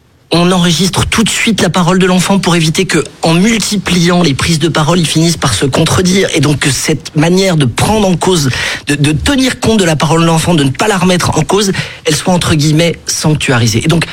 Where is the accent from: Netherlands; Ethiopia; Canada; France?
France